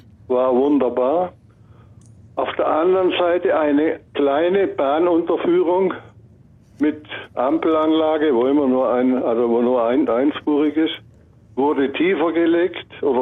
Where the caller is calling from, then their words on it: Schwandorf, Bavaria, Germany; Folgendes, bei uns in Schwandorf wurden vor einem Jahr 2 neue Nahbrücken angemeint.